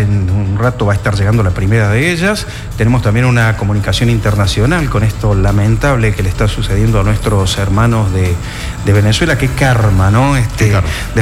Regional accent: Córdoba, Argentina; now in Chaco, Argentina; Yo soy nacido en Córdoba, pero a esta altura, siempre lo digo, tengo más de Chaco que de mi patria chica.

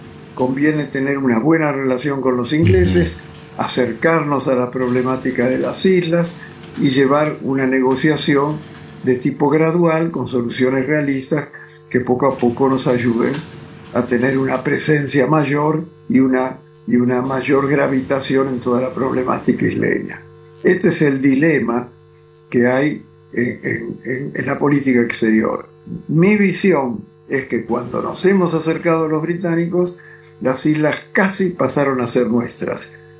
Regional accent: Argentina

